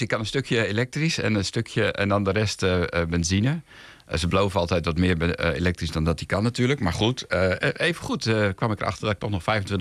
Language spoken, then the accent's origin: Dutch; northern Netherlands, Netherlands; uit het noorden.